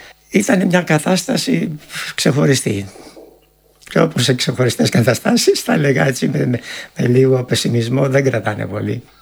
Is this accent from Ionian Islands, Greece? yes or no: yes; Lefkada, Ionian Islands, Greece; also born or lived in Paris / Athens; Τα παιδικά μου χρόνια στη Λευκάδα και το Παρίσι. Η Αθήνα δεν μου στέριωσε ποτέ.